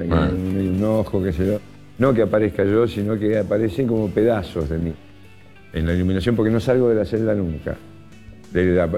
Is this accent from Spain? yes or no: no; Argentina; Como representante argentino, claro.